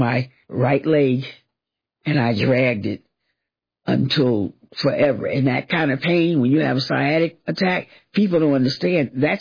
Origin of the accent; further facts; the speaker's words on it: Teaneck, New Jersey, United States; also born or lived in Topeka, Kansas / Orlando, Florida; I was raised in Teaneck, New Jersey, 3 blocks from the … We all grew up together. Going between Teaneck, New Jersey, Topeka, Kansas, and Orlando, Florida, those are the places that I grew up.